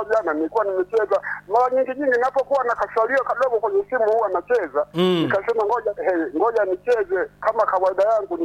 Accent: Ulanda, Iringa, Tanzania; Natoka mkoa wa Iringa, wilaya Iringa vijijini, alafu ya Kalenga, kijiji cha Ulanda.

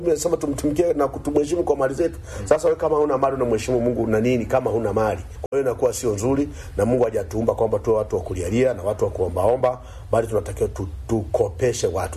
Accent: Tanzania; sisi ni Watanzania, na Tanzania yetu ndio Mungu ametupatia.

